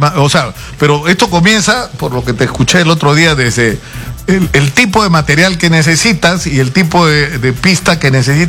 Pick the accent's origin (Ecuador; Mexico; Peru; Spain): Peru